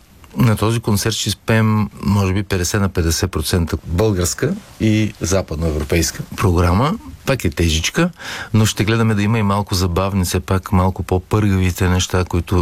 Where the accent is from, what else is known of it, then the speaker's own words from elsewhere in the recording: Gorna Oryahovitsa, Veliko Tarnovo Province, Bulgaria; тъй като съм от Горна Оряховица, веднага след музикалното училище аз бях и корепетитор там